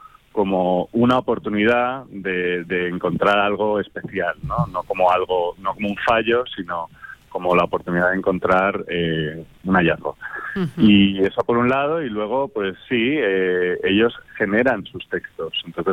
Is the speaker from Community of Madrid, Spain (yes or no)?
yes; Madrid, Community of Madrid, Spain; yo vengo de Madrid.